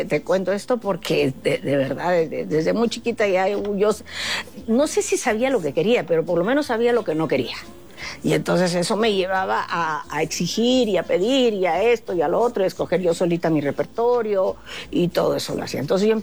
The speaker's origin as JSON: {"language": "Spanish", "town": "Chiclayo", "region": "Lambayeque", "country": "Peru", "tie": "born or raised there", "said": "a los 7 ya andaba yo en todos los concursos de aficionados de mi tierra natal, allá en el norte del Perú, en Chiclayo."}